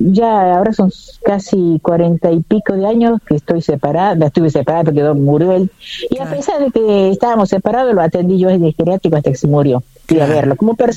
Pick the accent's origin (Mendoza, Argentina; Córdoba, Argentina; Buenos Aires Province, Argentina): Córdoba, Argentina; Sebastián Elcano; also born or lived in Buenos Aires; Soy del norte de Córdoba, yo soy de Sebastián Elcano.